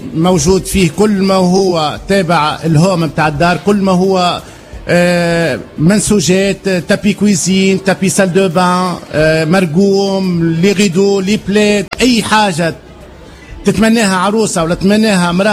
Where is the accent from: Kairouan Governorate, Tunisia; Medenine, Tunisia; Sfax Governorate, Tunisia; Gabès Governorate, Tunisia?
Medenine, Tunisia; Houmt Souk; also born or lived in Sousse, Tunisia; إحنا مزيج بين جربة وسوسة.